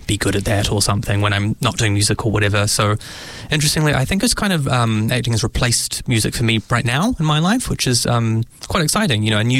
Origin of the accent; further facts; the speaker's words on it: Dunedin, Otago, New Zealand; moved away as an adult; now in Auckland, New Zealand; I'm from Dunedin, so in Dunedin I went to George Street Normal School.